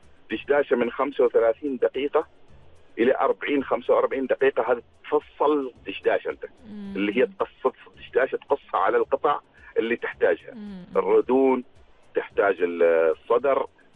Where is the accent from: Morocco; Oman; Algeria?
Oman; نحن يعني كعمانيين